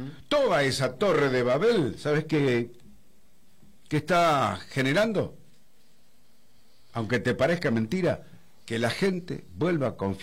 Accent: Argentina

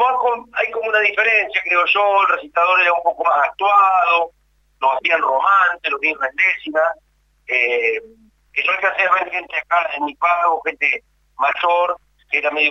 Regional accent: Carmen de Areco, Buenos Aires Province, Argentina; Yo soy de Carmen de Areco, Carmen, que no es lo mismo que San Antonio de Areco.

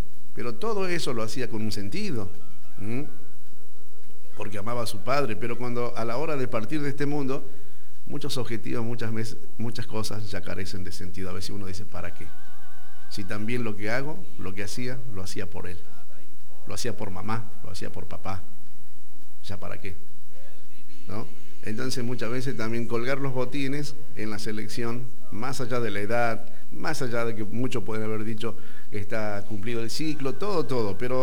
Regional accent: Argentina; a nosotros los argentinos

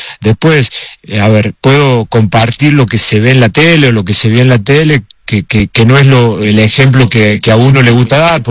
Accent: Córdoba, Argentina; yo elegí en vez de quedarme 2 años sin jugar, teniendo 17 años, volverme a Córdoba

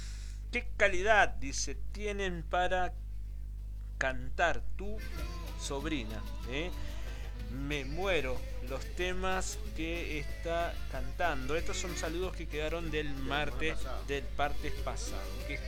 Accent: Reconquista, Santa Fe, Argentina; por nuestro pueblo, por nuestra ciudad de Reconquista

